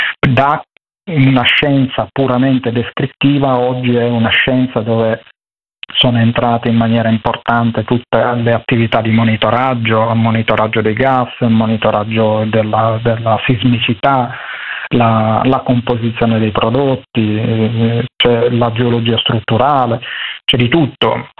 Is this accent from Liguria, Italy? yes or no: yes; Genoa, Liguria, Italy; io sono genovese, però ho delle radici siciliane, okay. Quindi io da bambino frequentavo la Sicilia perché mia mamma è siciliana